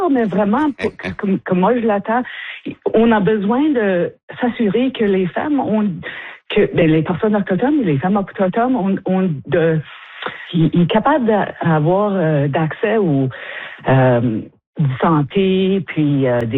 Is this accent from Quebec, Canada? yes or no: no; Sudbury, Ontario, Canada; Moi, je viens de Sudbury